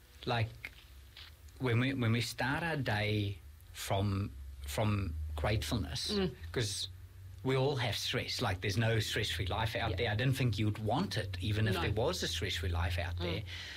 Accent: South Africa; born there; And this is where I count myself lucky that I was born in South Africa, where I saw what real struggling is like.

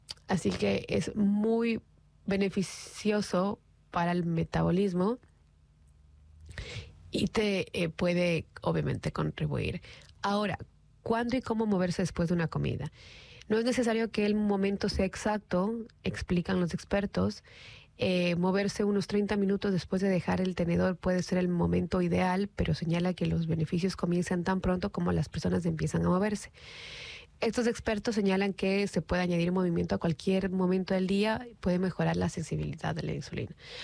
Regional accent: Galápagos, Ecuador; Una noticia súper bacán también que ocurrió en mi país durante esos últimos meses es que después de 175 años las tortugas gigantes de Galápagos regresaron a casa, al archipiélago donde estuvo Darwin. Para nosotros las Galápagos es parte de nuestra identidad

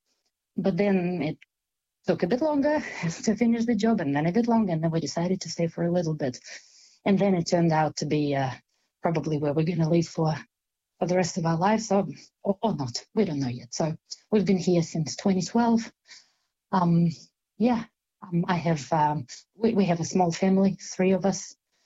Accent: Kharkiv, Kharkiv Oblast, Ukraine; English is a second language; moved away as an adult; now in Christchurch, New Zealand; I'm from Ukraine, from the eastern part of Ukraine, from one of the biggest cities called Kharkiv.

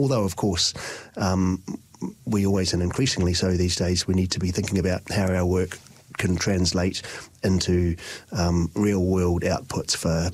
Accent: Christchurch, Canterbury, New Zealand; Well, my studies, when I grew up in Christchurch, I did a Bachelor of Agricultural Science

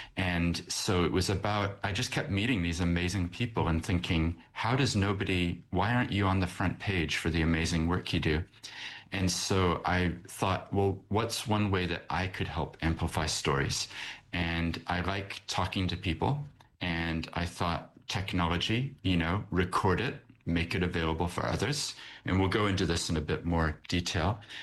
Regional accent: Christchurch, Canterbury, New Zealand; born there; also born or lived in United States / London / Tokyo / Sydney; The first thing you'd noticed was that I have an accent, and that's because I'm from America originally, but moved to Aotearoa when I was only 8 years old. So I actually grew up here in Christchurch and have moved around the world as well. So I've lived in London and Tokyo and Sydney.

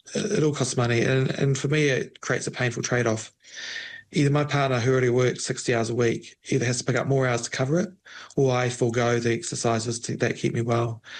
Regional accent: New Zealand; we're paying in revenue as a Kiwi, as an individual.

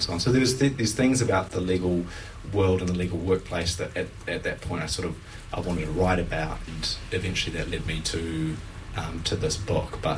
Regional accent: Auckland, New Zealand; I grew up in Auckland with mum, who's a psychiatric nurse, and dad, who's a sort of handyman gardener.

